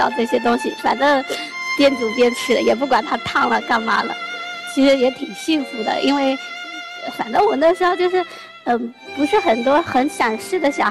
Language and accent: Chinese; Shangrao, Jiangxi, China; 我来自江西上饶，然后我是在一个仓库里搬螺丝的，我今天来找我哥哥的。